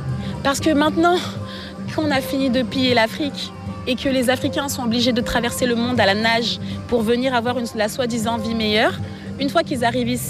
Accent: France; je suis une personne qui est grandie, j'ai été élevée en France

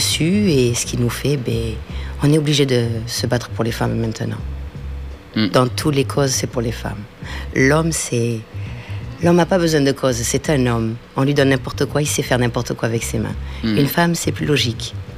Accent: France; born there; Alors, je suis française parce que je suis née ici. Uh-huh. Mais ma famille vient d'Espagne.

